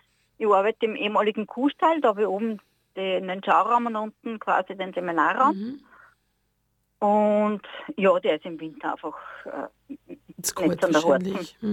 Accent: Austria; moved away

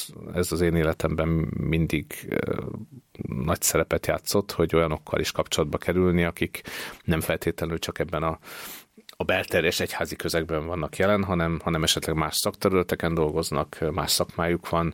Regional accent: Sopron, Győr-Moson-Sopron, Hungary; moved away as an adult; a szülővárosomba kerültem iskolalelkésznek, és egy Sopron melletti településre, Harkára kerültem lelkésznek

